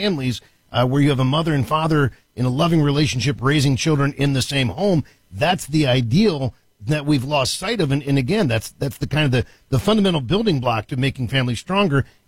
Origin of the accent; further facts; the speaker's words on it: Washington, District of Columbia, United States; I grew up in Washington, D.C. I'm a rare breed. I'm an actual native Washingtonian. I spent a lot of summertime in Delaware.